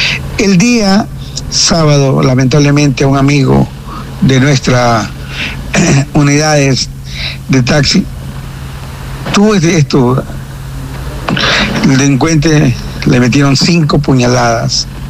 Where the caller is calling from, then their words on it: Santa Elena, Ecuador; En toda nuestra provincia, Santa Elena